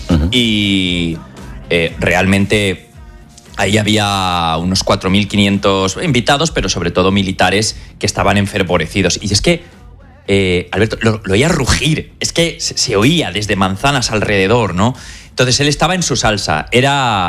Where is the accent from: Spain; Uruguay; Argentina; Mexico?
Spain; now in United States; Cabo Verde es una nación muy pequeña y somos muchos españoles aquí en Estados Unidos.